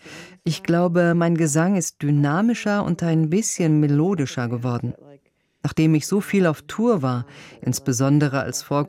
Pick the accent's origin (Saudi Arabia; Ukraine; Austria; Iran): Saudi Arabia; moved away; nichts jene Gefühle ersetzen könnte, die ich empfand, als ich noch in Syrien meine Familie besuchte oder als Kind in Saudi-Arabien gelebt habe.